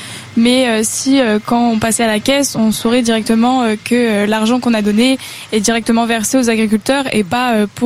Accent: Neuilly-sur-Seine, Île-de-France, France; Pas du tout, je suis de Neuilly-sur-Seine.

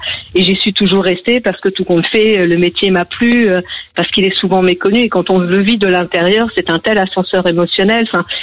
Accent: Hauts-de-France, France; Je viens de l'Aisne.

